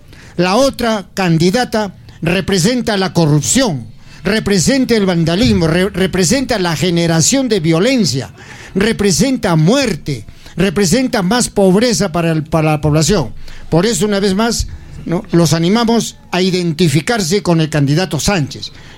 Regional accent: Peru; El Perú nos necesita y como peruanos tenemos que aportar a beneficio del país.

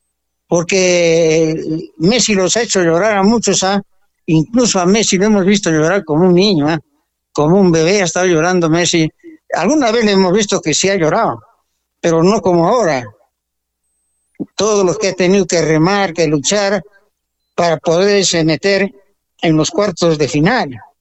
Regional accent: Peru; como peruano me gusta que siempre gane

